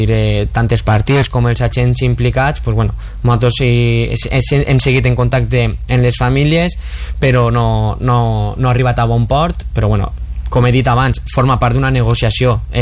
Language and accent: Catalan; Almenara, Valencian Community, Spain; Vull dir, jo puc ser moltes coses, però per damunt de tot està el meu poble i treballaré per lo millor d'Almenara.